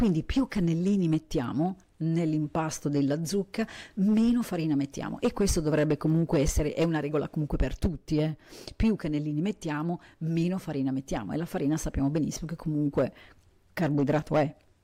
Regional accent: Crema, Lombardy, Italy; i tortelli cremaschi, che sono i tortelli tipici della mia terra.

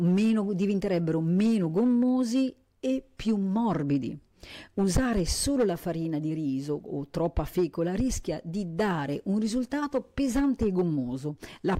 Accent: Crema, Lombardy, Italy; i tortelli cremaschi, che sono i tortelli tipici della mia terra.

